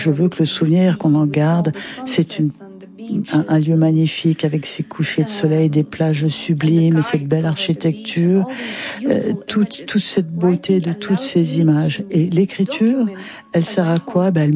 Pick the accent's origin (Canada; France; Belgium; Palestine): Palestine; Gaza City, Gaza Strip; Je suis née à Derba, c'est-à-dire pas à Gaza City en tant que telle. Et jusqu'à l'âge de 3-4 ans. Et ensuite, on a déménagé à Gazaville, à Gaza City.